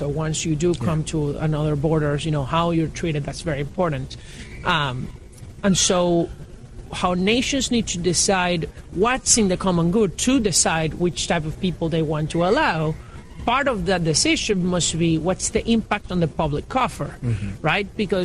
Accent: Venezuela; moved away as an adult; now in United States; So I'm from Venezuela. I moved to the United States 10 years ago.

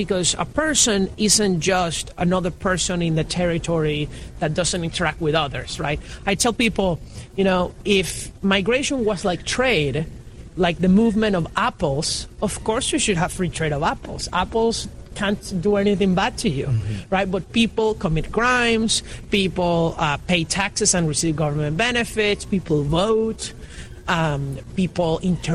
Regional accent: Venezuela; moved away as an adult; now in United States; So I'm from Venezuela. I moved to the United States 10 years ago.

